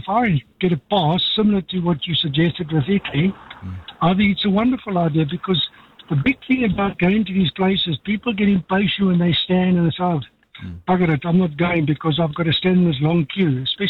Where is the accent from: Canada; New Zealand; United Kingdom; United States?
New Zealand; because even as a New Zealander, if I go down to Cathedral Cove, I've got to pay whether I'm a tourist or not.